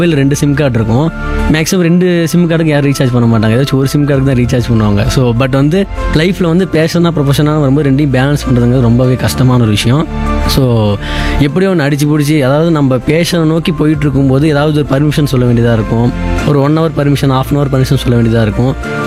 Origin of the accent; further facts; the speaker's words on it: Salem, Tamil Nadu, India; நான் வந்து சேலம் மாவட்டத்தை சேர்ந்தவன். பிறந்ததுலேருந்து எங்கே தான் சேலம் அம்மாப்பேட்டையில் தான் இருக்கிறேன்.